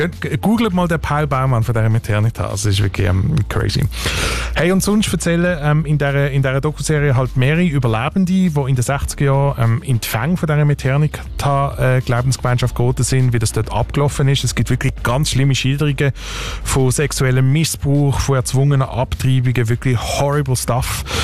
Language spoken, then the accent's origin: German; Switzerland; denkst dann, so etwas könnte also bei uns in der Schweiz nie möglich sein.